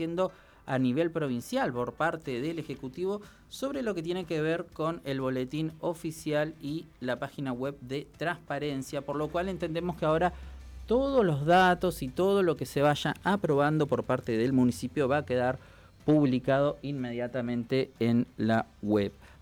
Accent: Río Gallegos, Santa Cruz, Argentina; born there; yo soy una persona muy malvinera, sobre todo porque los que nacimos acá en Río Gallegos tenemos una historia con Malvinas

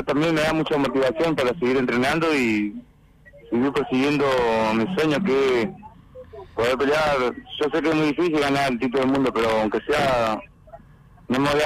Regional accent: Argentina; Eso lo pasa siempre a nosotros que somos todos argentinos

